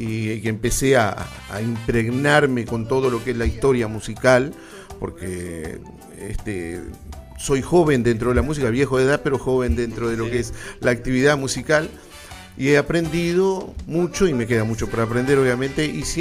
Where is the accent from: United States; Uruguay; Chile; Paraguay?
Uruguay; Paysandú; now in Maldonado, Uruguay; Yo soy de Paysandú, yo vine para acá